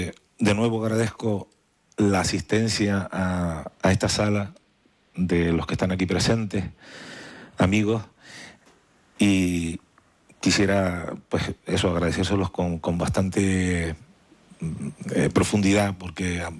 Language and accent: Spanish; Güímar, Canary Islands, Spain; Vine de la unión de un hombre y una mujer, normal y corriente, de Güímar